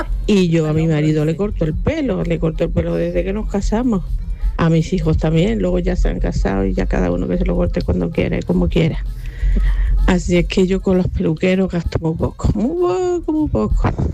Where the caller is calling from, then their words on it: Seville, Andalusia, Spain; de Sevilla.